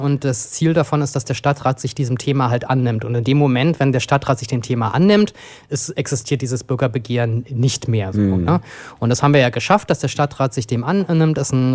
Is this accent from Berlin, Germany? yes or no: yes; Berlin, Germany; now in Weimar, Germany; Und als ich 2000 nach Weimar gekommen bin, habe ich mir sofort ein Fahrrad gekauft. In Berlin, wo ich herkomme, wollte ich nicht Rad fahren.